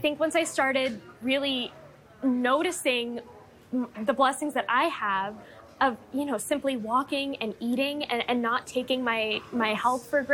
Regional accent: San Antonio, Texas, United States; I'm originally actually from San Antonio, Texas.

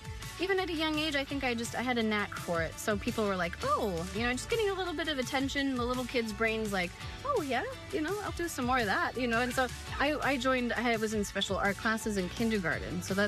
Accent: New Jersey, United States; New Jersey. I grew up in New Jersey.

